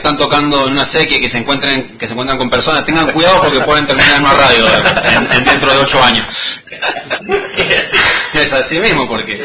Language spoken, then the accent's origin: Spanish; Mendoza, Argentina; also born or lived in General Alvear, Mendoza / Brazil; now in San Rafael, Argentina; yo soy nacido en General Alvear, pero bueno, mucha crianza en la parte de la ciudad de Mendoza